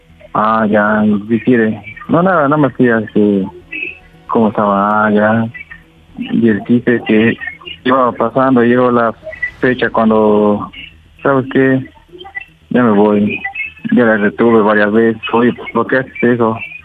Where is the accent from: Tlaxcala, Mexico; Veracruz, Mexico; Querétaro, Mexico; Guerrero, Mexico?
Tlaxcala, Mexico; Tengo 29 años, soy de Acuplarilco, Tlaxcala.